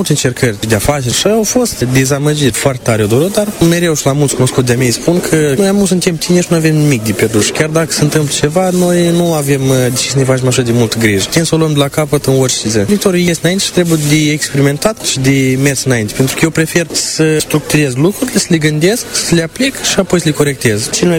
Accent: Italy; Chiar dacă părinții mei ambii sunt din Republica Moldova și eu sunt din Italia

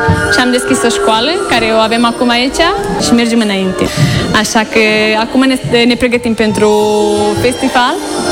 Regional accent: Chișinău, Moldova; now in Spain; suntem foarte mulțumiți că venim din Moldova, din Chișinău.

